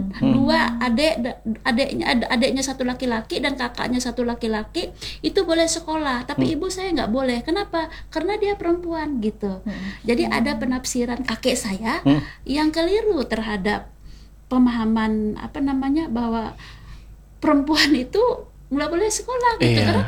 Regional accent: Central Kalimantan, Indonesia; saya sebagai orang Kalteng sendiri

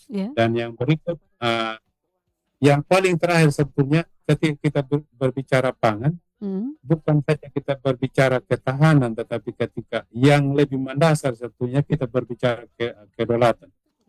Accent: Sumba, East Nusa Tenggara, Indonesia; kalau kami di Sumba

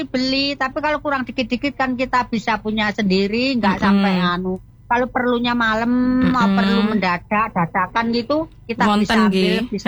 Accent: Java, Indonesia; Pokoke Mbak Yaya, kita sebagai orang Jawa, kita itu menggunakan rempah-rempah.

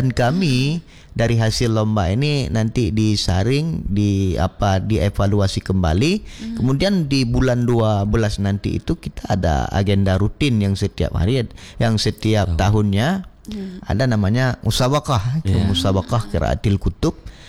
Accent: Aceh, Indonesia; dalam tradisi kita Aceh

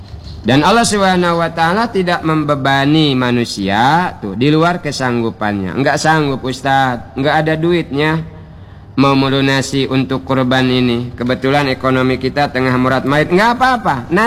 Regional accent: Bangka Belitung Islands, Indonesia; Kan lumayan, bedepe, kata kita orang Bangka.

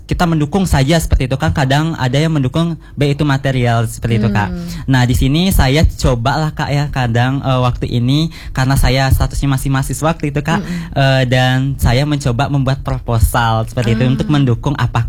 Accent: Menyali, Bali, Indonesia; tradisi atau tarian yang dari desa saya sendiri

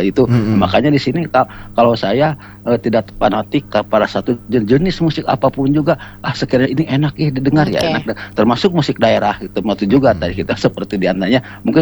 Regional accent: West Java, Indonesia; kalau Sunda daerah saya sendiri kan

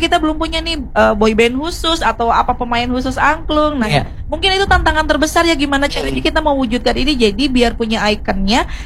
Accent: West Java, Indonesia

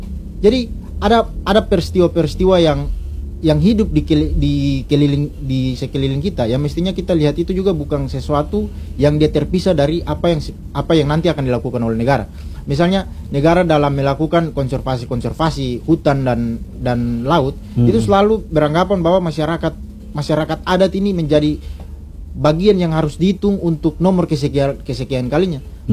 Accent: Yamdena Island, Maluku, Indonesia; Kampung saya itu di Kilmasa, persisnya itu di Pulau Yamdena, itu di Kecamatan Kormomolin. Nah, kampung saya itu di pesisir pantai

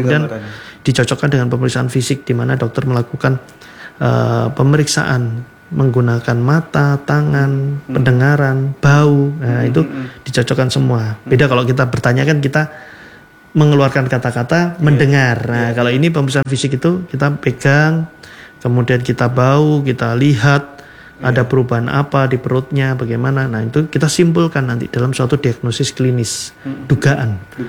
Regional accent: Java, Indonesia; Kalau kebetulan saya dari Jawa ya, ada yang bahasanya dia mules lah

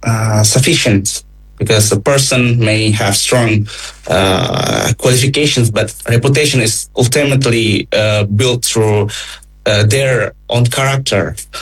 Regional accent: Banten, Indonesia; English is a second language; moved away as an adult; now in Russia; Actually, I'm from Banten.

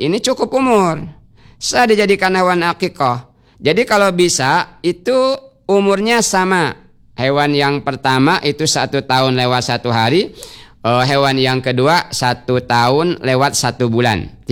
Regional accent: Bangka Belitung Islands, Indonesia; kita orang Bangka

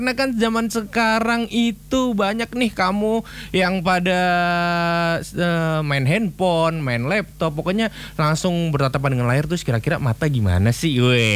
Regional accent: Semarang, Central Java, Indonesia; Iya, dan kebetulan juga aku dari Semarang ya.

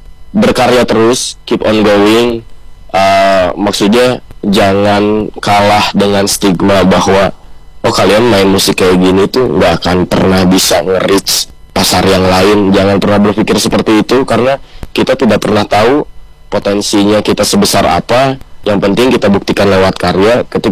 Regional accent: Indonesia; kita berasal dari Indonesia.

